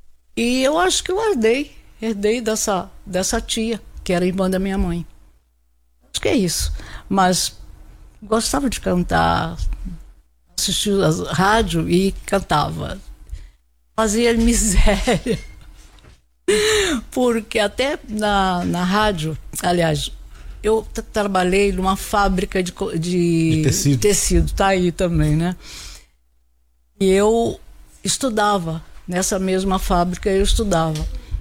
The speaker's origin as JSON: {"language": "Portuguese", "town": "Campos", "region": "Rio de Janeiro", "country": "Brazil", "tie": "born or raised there", "said": "Sou carioca de Campos, estado do Rio."}